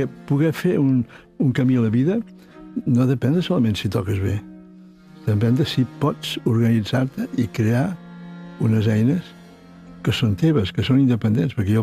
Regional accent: Igualada, Catalonia, Spain; moved away as an adult; also born or lived in Barcelona; I ara em sento bé a Igualada. En canvi, quan era jove, vaig fugir a Igualada, literalment.

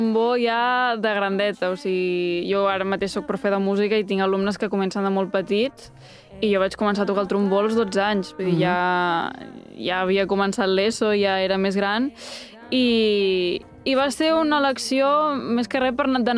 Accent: Catalonia, Spain; Al final jo també sóc de l'Empordà, prop de la costa

